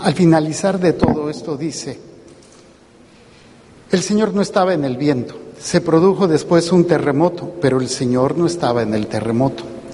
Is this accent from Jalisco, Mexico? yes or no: no; Mexico City, Mexico; born there; allá en la parroquia donde nací, en la Pasión, la Sagrada Pasión, allá en la Ciudad de México